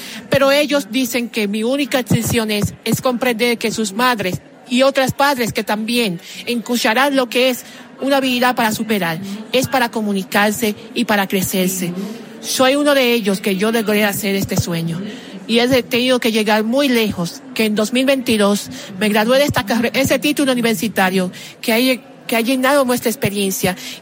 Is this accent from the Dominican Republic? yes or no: yes; Dominican Republic